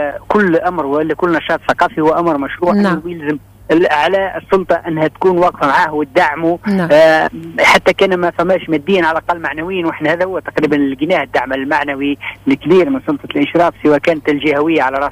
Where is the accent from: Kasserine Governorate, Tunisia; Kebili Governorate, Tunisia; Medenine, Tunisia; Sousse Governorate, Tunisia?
Medenine, Tunisia; Djerba